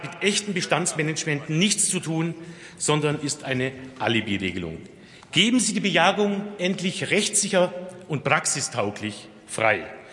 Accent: Bavaria, Germany; Bei uns im Allgäu ist es jetzt so, Herr Minister, wir sind der einzige Landkreis, wo jetzt mal eine befristete Allgemeinverfügung erlassen wurde.

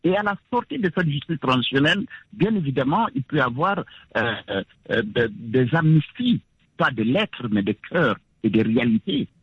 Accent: Chad; Moi, je suis ni du Nord ni du Sud, à mon avis. Moi, je suis un Tchadien et je réfléchis pour mon pays, le Tchad.

